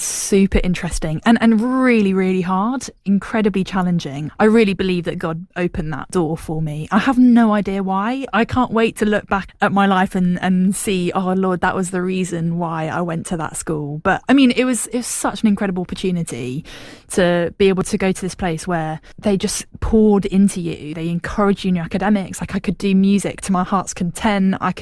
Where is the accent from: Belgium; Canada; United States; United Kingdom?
United Kingdom; South West England; accent: West Country; I grew up in West Wiltshire. I mean, when I say I'm from the West Country, people kind of say Wiltshire's not really the West Country. But if you've heard the accent, then it absolutely is.